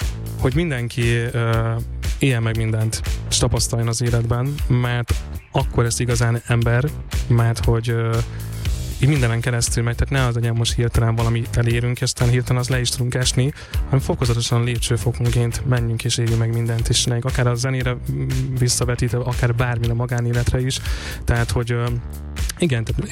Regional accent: Békés, Hungary; now in Budapest, Hungary; hogyha hazautazok a szüleimhez vidékre, ugye a Békés megyéből származom

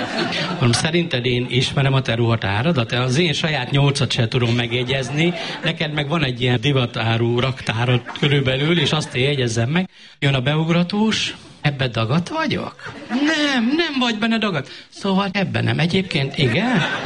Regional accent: Miskolc, Borsod-Abaúj-Zemplén, Hungary; én meg miskolci vagyok

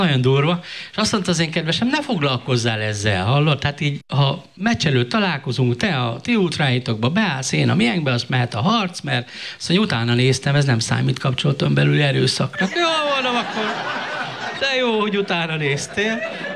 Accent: Miskolc, Borsod-Abaúj-Zemplén, Hungary; ő újpesti, én meg miskolci vagyok

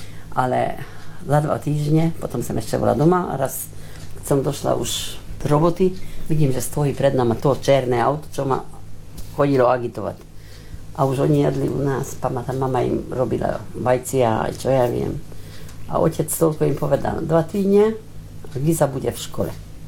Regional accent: Pilisszentkereszt, Pest, Hungary; my sme boli z Mlinkov

